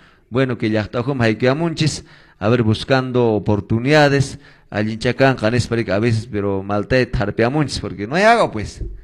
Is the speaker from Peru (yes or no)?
yes; Cusco, Peru; de nuestro gobierno regional que nos corresponde a los chumbilcanos por derecho, hermanos, porque somos cusqueños.